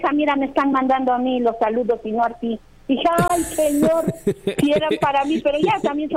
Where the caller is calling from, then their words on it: Puebla, Mexico; de Puebla.